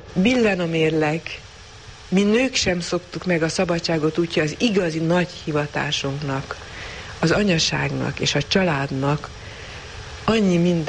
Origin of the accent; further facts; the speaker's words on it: Transylvania, Romania; voltak Romániában olyan időszakok, amikor nem volt nagy magyar nyomás. Akkor tulajdonképpen még magyar iskola, szóval egy bizonyos magyar környezetben nőttem teljesen